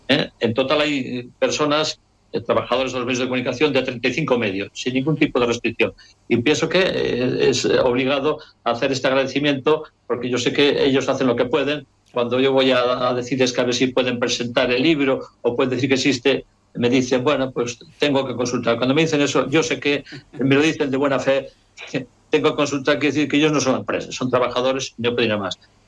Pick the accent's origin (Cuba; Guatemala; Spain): Spain; Laguna de Duero, Castile and León; also born or lived in Bilbao; now in Galicia, Spain; Sabéis que soy de Laguna de Duero, de Valladolid. Ajá. Lo que pasa es que después estuve viviendo en Bilbao muchos años, me considero también medio vasco, después llevo 54 años en Galicia.